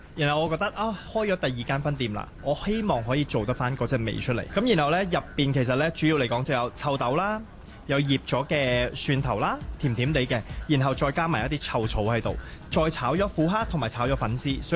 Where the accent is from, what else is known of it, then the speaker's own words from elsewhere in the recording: Thailand; moved away; 以前細細個喺泰國嗰陣咧